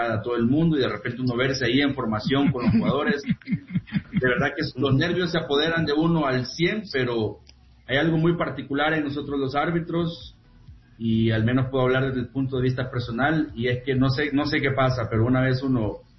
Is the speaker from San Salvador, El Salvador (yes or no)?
no; Santa Ana, El Salvador; Bueno, como soy de Santa Ana, yo entreno en las canchas del Taex Finca Modelo